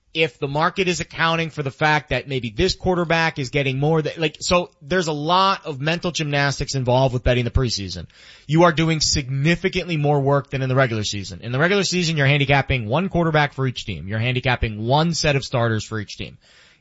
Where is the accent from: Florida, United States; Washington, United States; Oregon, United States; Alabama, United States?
Florida, United States; Like I grew up in South Florida and in the 90s